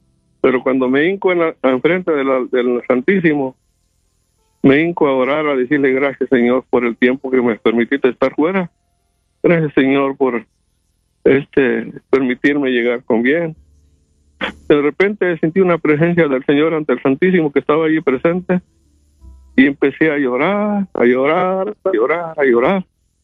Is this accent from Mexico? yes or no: yes; Mexico; moved away as an adult; now in United States; hasta antes de salir a México a venir a trabajar, que por muchos años a Estados Unidos